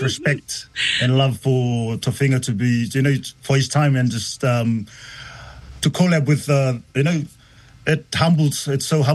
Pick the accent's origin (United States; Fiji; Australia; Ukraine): Fiji; Because I'm from Kanavea Vune Tavuni. When I grew up in the village, they called me